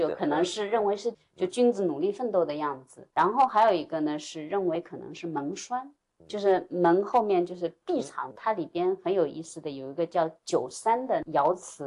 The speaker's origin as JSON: {"language": "Chinese", "country": "China"}